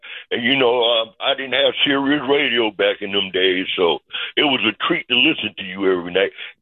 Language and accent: English; New York City, New York, United States; I'm a New York City native. I'm from South Jamaica.